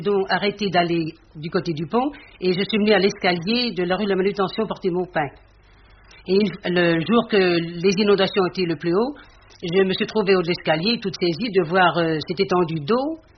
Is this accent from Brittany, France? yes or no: yes; Brittany, France; j'ai vu la mer chez nous en Bretagne, puisque je suis bretonne.